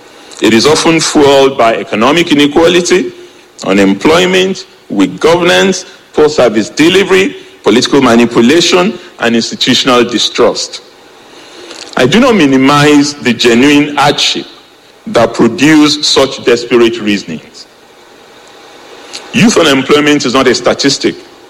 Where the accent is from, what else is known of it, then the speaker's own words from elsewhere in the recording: Nigeria; I'm a Nigerian.